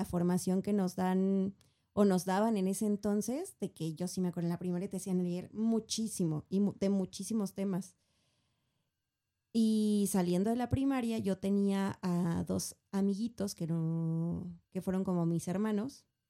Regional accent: Mexico City, Mexico; Xochimilco está como a 2 horas de todo y en las mañanas está como a 3 horas de todo por el tráfico, porque aparte yo vivo en un lugar donde bajan todos los pueblitos

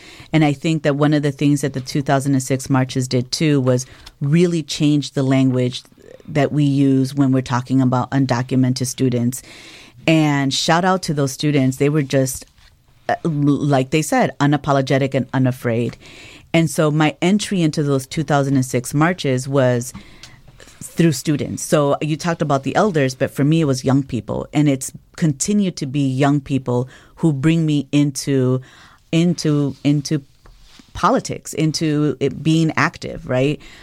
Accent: Chicago, Illinois, United States; I am born and raised in Chicago. Both of my parents are Guatemalan immigrants

